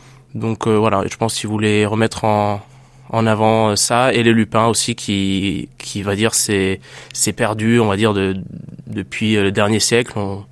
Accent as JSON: {"language": "French", "country": "Italy", "said": "J'ai décidé de la nommer ricotta parce que je suis italien et je trouvais que la texture, ça rappelait la ricotta."}